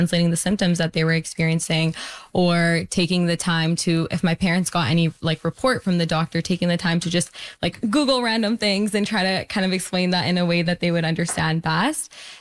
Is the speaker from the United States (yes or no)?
no; Peel, Ontario, Canada; growing up in Peel, I've seen the need. You know, there's over 800,000 residents. There's one hospital that serves the community.